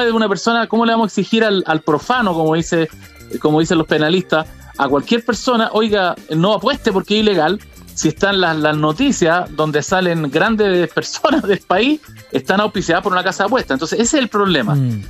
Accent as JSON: {"language": "Spanish", "country": "Chile", "said": "yo como chileno"}